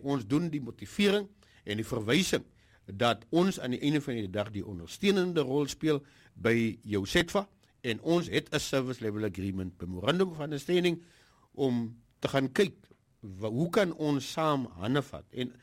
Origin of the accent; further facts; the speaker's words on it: George, Western Cape, South Africa; Want luister as ek in George ingaan. Ek is self van George. En my ouers is in George.